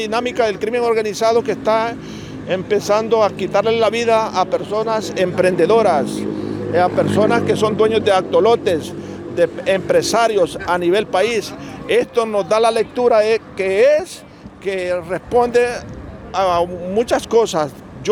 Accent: Honduras; aquí como hondureños

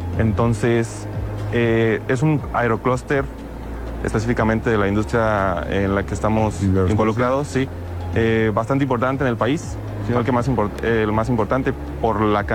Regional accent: Colima, Mexico; moved away as an adult; now in Querétaro, Mexico; yo vengo de Colima, completamente me vine a vivir aquí para estudiar

